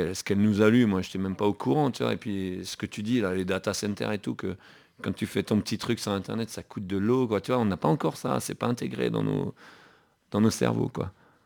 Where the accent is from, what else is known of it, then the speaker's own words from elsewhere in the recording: Biesheim, Grand Est, France; moi je viens d'un petit village où il pleut jamais. Nous on habite dans la poche de Colmar, c'est entre Colmar et Fribourg, vraiment au bord du Rhin.